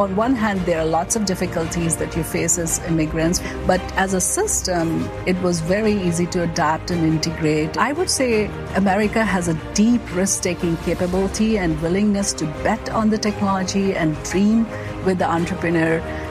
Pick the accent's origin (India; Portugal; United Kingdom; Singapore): India; now in United States; I come from India